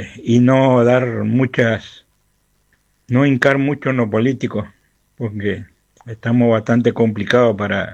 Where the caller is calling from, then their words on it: Resistencia, Chaco, Argentina; Saludos, un abrazo grandote desde Resistencia